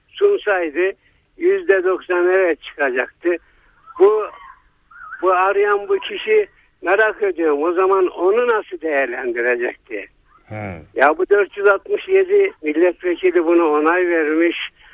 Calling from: Erzurum, Turkey; ben Erzurum'dan arıyorum dadaş.

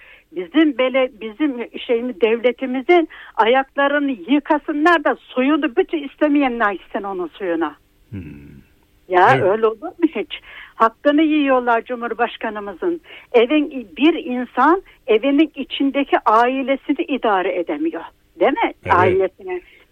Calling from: Ödemiş, İzmir, Turkey; Ben İzmir Ödemiş'ten arıyorum.

